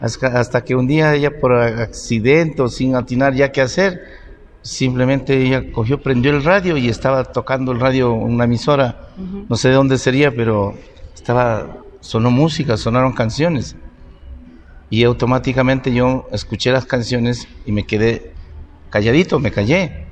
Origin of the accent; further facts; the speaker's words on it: Pimampiro, Imbabura, Ecuador; somos de Pimampiro, en ese tiempo una parroquia, pero nosotros teníamos actividades en el campo, ¿no? Y bueno, mi mamacita además era negociante de los productos que se daban en mi zona